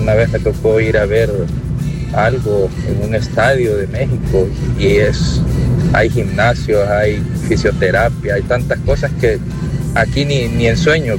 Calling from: El Salvador

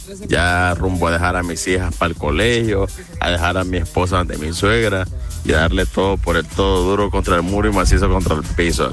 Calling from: San Miguel, El Salvador; Aquí andamos ya presenciando la calor de Oriente aquí en San Miguel

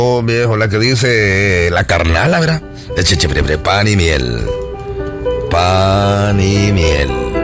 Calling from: Corinto, Morazán, El Salvador; de Corinto, Morazán.

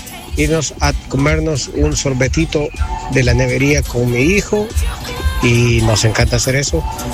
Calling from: Chalchuapa, Santa Ana, El Salvador; Saludos, saludos desde la bella ciudad de Chalchuapa.

